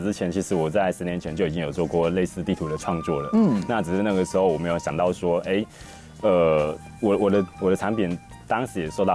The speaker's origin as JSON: {"language": "Chinese", "country": "Taiwan"}